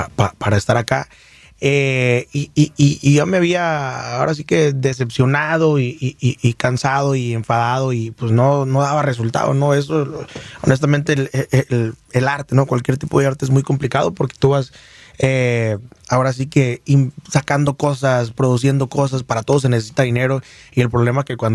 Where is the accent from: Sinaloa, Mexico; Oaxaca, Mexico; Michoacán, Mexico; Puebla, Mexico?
Michoacán, Mexico; accent: Michoacán; Así como mi acento michoacano.